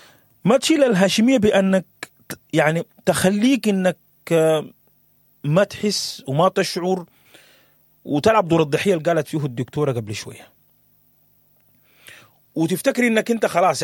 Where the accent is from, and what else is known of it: Sudan